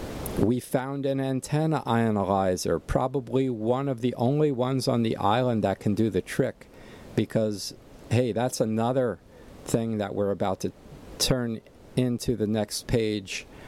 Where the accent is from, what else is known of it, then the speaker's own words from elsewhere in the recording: Allentown, Pennsylvania, United States; moved away; Did my hometown proud, actually, back in Allentown, Pennsylvania.